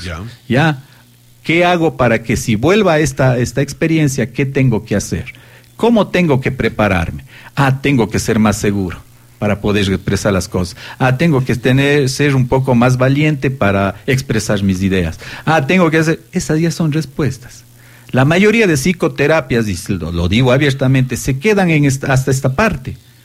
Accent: Ecuador; yo soy ecuatoriano

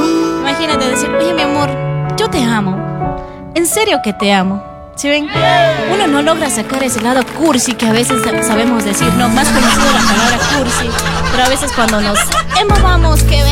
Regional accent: Cuenca, Azuay, Ecuador; Soy de Cuenca, amigo.

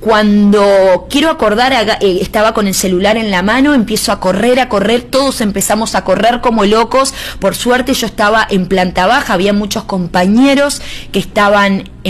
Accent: Uruguay; como uruguaya que soy, no tenía ni idea ni que la alarma me estaba anunciando un sismo

